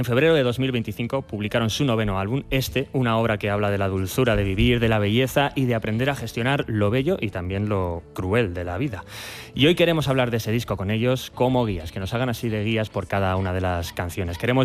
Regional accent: Region of Murcia, Spain; Yo soy de Murcia, o sea, yo me he visto de huertano, de chulapo no.

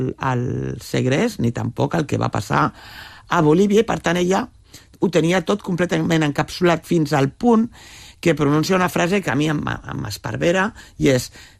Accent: L'Hospitalet de Llobregat, Catalonia, Spain; jo també sóc d'Hospitalet, també del barri de Can Vidalet, vull dir, m'he criat amb... Diguéssim que la meva família també és humil

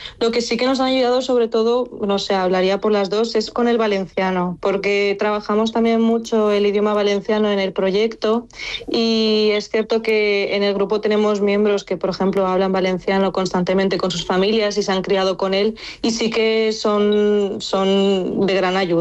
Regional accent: Lovech, Lovech Province, Bulgaria; Spanish is a second language; Yo de una ciudad pequeñita que se llama Lovech.

